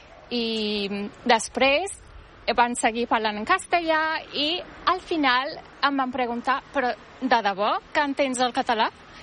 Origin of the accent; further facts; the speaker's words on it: Turkey; Catalan is a second language; moved away as an adult; also born or lived in Madrid; now in Catalonia, Spain; I jo, com a estrangera, doncs em sento molt bé, molt acollida entre els catalans. I no tinc un grup de turcs, per exemple. Jo em moc bastant entre catalans, perquè, clar, he vingut aquí per parlar català i viure a Catalunya així, no?